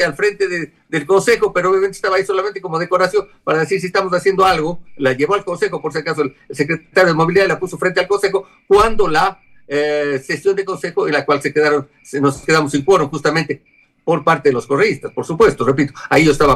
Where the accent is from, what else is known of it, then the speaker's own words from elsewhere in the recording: Quito, Pichincha, Ecuador; o somos los quiteños quienes vivimos en esta ciudad